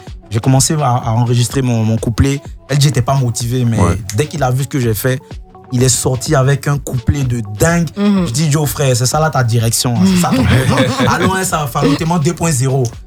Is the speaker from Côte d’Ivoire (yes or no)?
yes; Côte d’Ivoire; also born or lived in Morocco; now in Abidjan, Côte d'Ivoire; Je suis Baoulé Malinké.